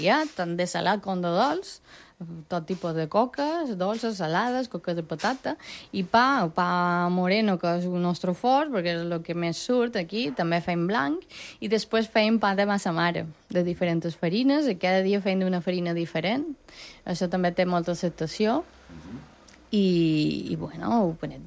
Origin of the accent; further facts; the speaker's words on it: León, Castile and León, Spain; now in Pollença, Spain; Jo no som pollencina, jo fa 26 anys que visc aquí a Pollença, jo som de León